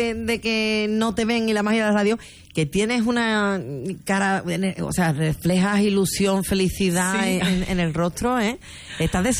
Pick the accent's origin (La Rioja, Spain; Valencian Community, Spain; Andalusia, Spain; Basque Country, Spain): Andalusia, Spain; Ayamonte; los ayamontinos somos de última hora